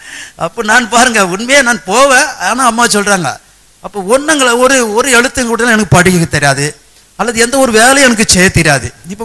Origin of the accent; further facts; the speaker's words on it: Chintadripet, Tamil Nadu, India; சிந்தாதிரிப்பட்டு என்ற ஊர்ல தான் நான் பிறந்து வளர்ந்தேன். சிந்தாதிரிப்பட்ட ஊர்னு சொன்னா ரொம்ப பேருக்கு தெரியும், அது ரொம்ப நல்ல ஊருங்கன்னு சொல்லி.